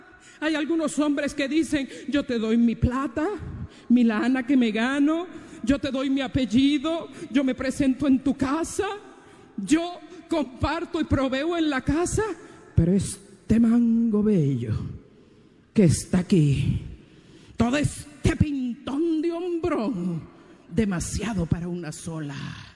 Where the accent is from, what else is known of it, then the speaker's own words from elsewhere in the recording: Puerto Rico; Yo soy de Puerto Rico, él de Venezuela.